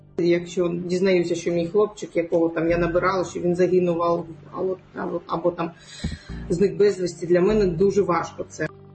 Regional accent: Crimea, Ukraine; moved away as an adult; Я кримська татарка, ми мусульмані всі.

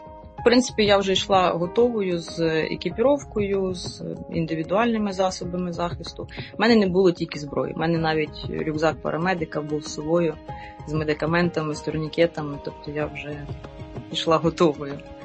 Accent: Dnipro, Dnipropetrovsk Oblast, Ukraine; Я сама з Дніпра.

